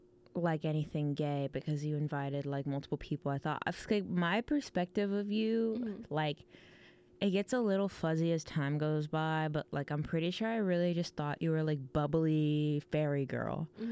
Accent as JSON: {"language": "English", "town": "Frisco", "region": "Texas", "country": "United States", "moved": "yes", "lives_now": "Austin, United States", "said": "I'm from Frisco"}